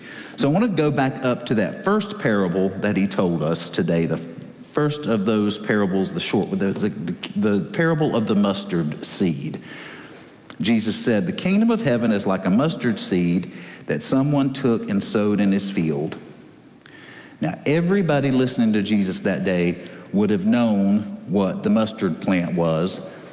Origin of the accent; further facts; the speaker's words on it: North Carolina, United States; moved away as an adult; now in Fort Worth, United States; I have transitioned from a North Carolina Tar Heel to a Texan.